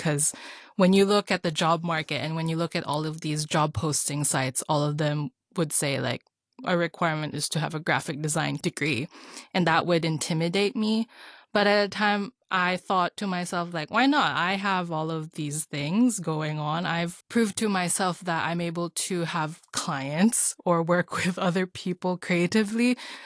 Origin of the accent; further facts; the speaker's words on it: Philippines; very stereotypically because I am Filipino.